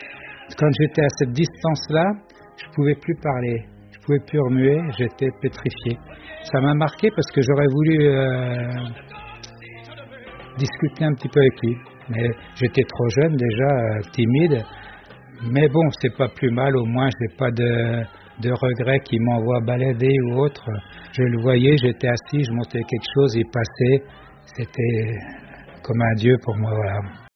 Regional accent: France; il n'y a que lui chez nous en France, hein, il n'y a que lui.

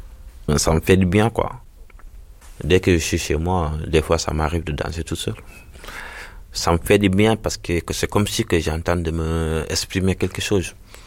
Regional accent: Dakar, Senegal; now in Drancy, France; je suis du Sénégal, précisément à Dakar, capitale. Du coup, je suis en France depuis 2021. J'habite à Drancy.

